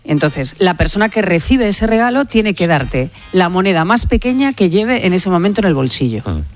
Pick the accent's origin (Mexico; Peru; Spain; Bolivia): Spain; Albacete, Castilla-La Mancha; En Albacete, capital. A ver, sabes que la navaja es el regalo fundamental de un albaceteño a una persona que no es de allí.